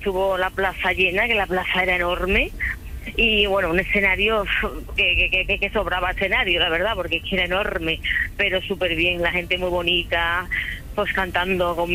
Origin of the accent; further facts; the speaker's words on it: Seville, Andalusia, Spain; me bajaré para Sevilla, ese viaje, que quiero estar en mi tierra estos dos mesecitos